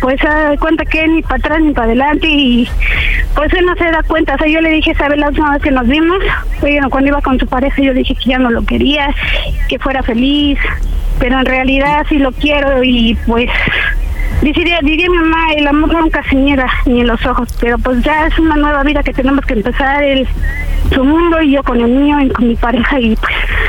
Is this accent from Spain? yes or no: no; Cuernavaca, Morelos, Mexico; Cuernavaca, Morelos.